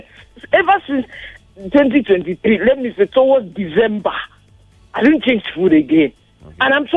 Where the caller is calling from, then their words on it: Ikorodu, Lagos, Nigeria; I'm calling you from Ikorodu.